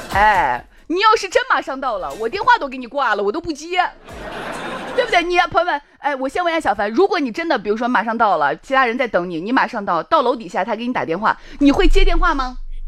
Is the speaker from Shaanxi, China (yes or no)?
yes; Shaanxi, China; 咱们陕西人